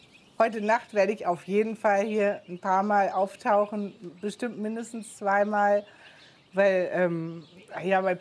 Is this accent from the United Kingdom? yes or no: yes; England, United Kingdom; now in Germany; Also ich komme ja aus England